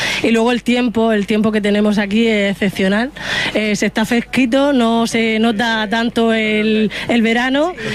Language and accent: Spanish; Cartagena, Region of Murcia, Spain; Somos de Cartagena, de la barriada de Hispanoamérica de Los Dolores.